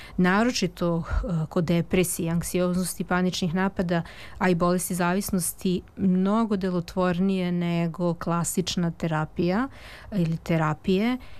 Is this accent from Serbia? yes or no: yes; Serbia; ja sam jedina iz Srbije i ja dolazim iz zemlje koja je jedina koja nije prihvatila ovakav vid medicine u zvaničnom smislu.